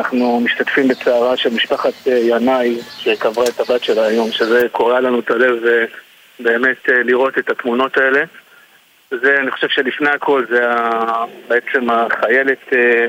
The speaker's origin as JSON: {"language": "Hebrew", "town": "Kiryat Shmona", "region": "Northern District", "country": "Israel", "tie": "born or raised there", "also_born_or_lived": "Herzliya, Israel", "said": "אני גדלתי ונולדתי וגדלתי בקריית שמונה, יצאתי החוצה, גרתי 10 שנים בהרצליה במרכז, למדתי, התפתחתי"}